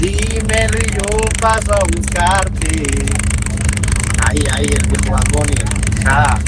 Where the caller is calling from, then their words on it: Valencia, Valencian Community, Spain; un saludito desde Valencia